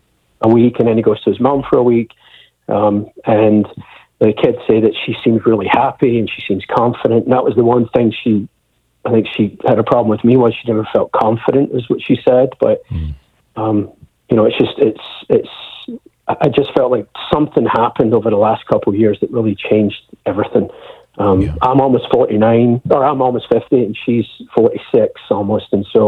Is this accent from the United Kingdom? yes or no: yes; Scotland, United Kingdom; And I'm originally from Scotland, and I'm going to go visit family in Scotland just to kind of reconnect with my family.